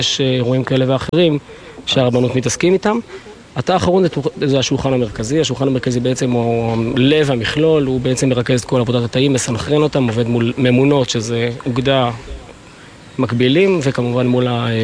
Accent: Northern District, Israel; אז אנחנו החטיבה שלנו היא חטיבה כמובן של רמת הגולן, שם גדלנו, שם תמיד היינו, התחלנו שם בשביעי באוקטובר.

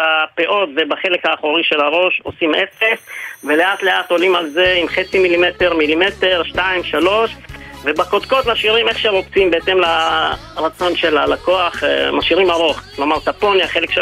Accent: Haifa, Haifa District, Israel; born there; Hebrew is a second language; also born or lived in Lebanon; אני כיתה א' כשהגעתי לבית ספר גבריאלי באזור חיפה, לא ידעתי עברית, לא ידעתי אף מילה

